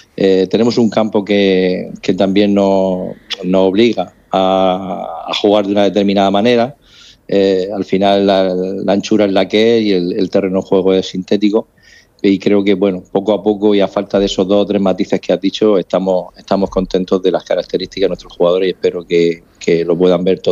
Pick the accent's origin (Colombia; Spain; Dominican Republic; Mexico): Spain; disfrutamos como españoles que somos de ese gran logro, ¿no?